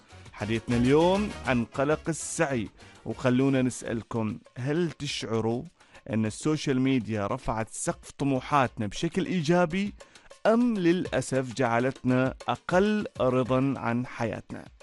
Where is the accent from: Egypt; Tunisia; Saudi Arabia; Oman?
Oman; وحين يقال من وين أنت يكفينا فخرا أن تكون الإجابة من عمان.